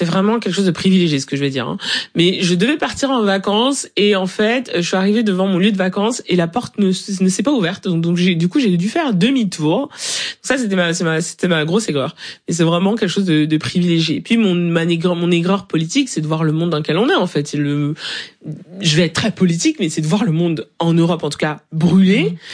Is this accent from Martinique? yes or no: no; Cameroon; et en plus nous on est Nyokon, donc on vient de Nyokon au Cameroun